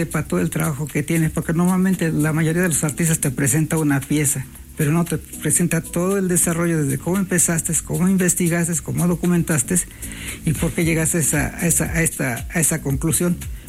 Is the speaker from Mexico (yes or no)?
yes; Mexico; soy escultor mexicano.